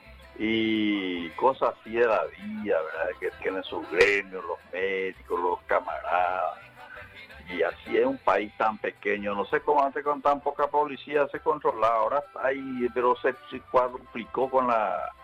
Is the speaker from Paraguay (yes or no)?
yes; San Bernardino, Cordillera, Paraguay; now in Mariano Roque Alonso, Paraguay; yo soy oriundo de San Bernardino, pero estoy hace ya 41 años acá en Mariano Roque Alonso.